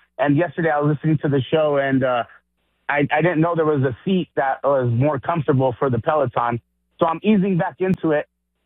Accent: New Jersey, United States; I'm from Jersey.

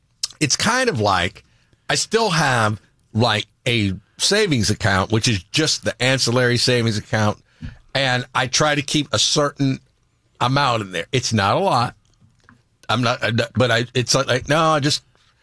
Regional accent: Kirkwood, Missouri, United States; I was born in Kirkwood, Missouri. My mom taught 30 years Kirkwood School District.

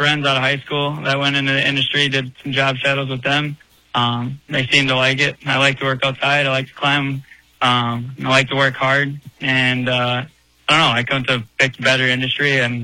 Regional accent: Minnesota, United States; I'm from Rusher, Minnesota.

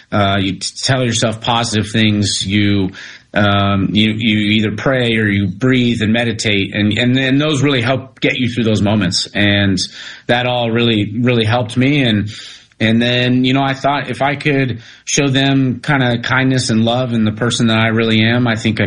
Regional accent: United States; I'm an American boy. I played on the Ryder Cup team. I was in the Olympics.

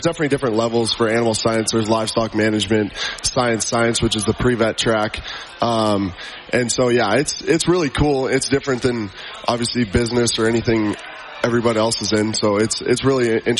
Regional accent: Helena, Montana, United States; born or raised there

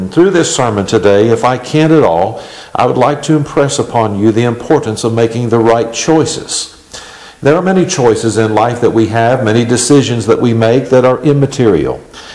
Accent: LeCounts Mills, Pennsylvania, United States; I'm from LeCounts Mills, Pennsylvania

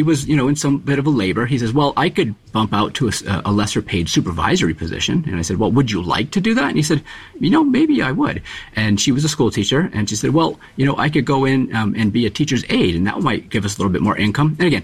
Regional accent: Biddeford, Maine, United States; My father, I grew up in the Biddeford area, and my father was a banker for 42 years.

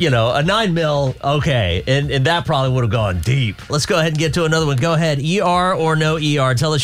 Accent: Cleveland, Tennessee, United States; Growing up in Cleveland, Tennessee

